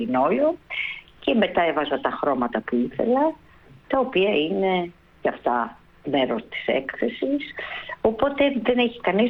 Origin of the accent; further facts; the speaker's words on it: Thessaly, Greece; born there; γεννήθηκα στο Θεσσαλικό κάμπο που είναι γεμάτος από φύση.